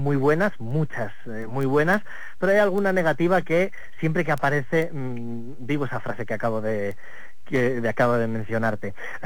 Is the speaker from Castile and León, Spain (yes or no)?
yes; El Bierzo, Castile and León, Spain; moved away as an adult; now in Valladolid, Spain; allí en El Bierzo, de donde soy, hasta que llegué a Valladolid y con 20 años hice prácticas en la SER y aquí me he quedado